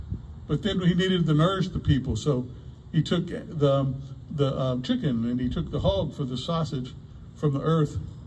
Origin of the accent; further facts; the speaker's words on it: Gulf Coast, United States; moved away; And in my hometown, it was only 20-something miles away from the Gulf.